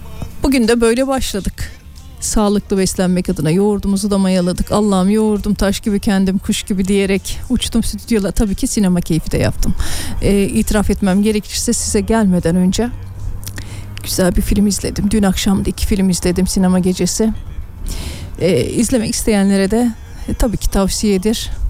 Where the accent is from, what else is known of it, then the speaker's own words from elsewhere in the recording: Aegean Region, Turkey; Biz Egeliler sevgili dostlar, ota ot diye bakmıyoruz, yiyecek diye bakıyoruz. Hele ben köyde yetişmiş biri olarak otları, yeşilliği çok seviyorum.